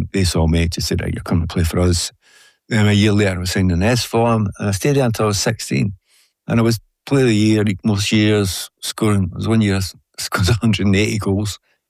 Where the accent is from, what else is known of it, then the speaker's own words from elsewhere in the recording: Glasgow, Scotland, United Kingdom; also born or lived in Balornock; I was brought up in East End of Glasgow in Easterhouse.